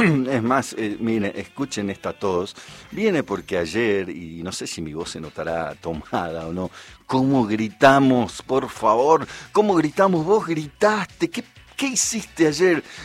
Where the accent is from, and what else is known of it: Argentina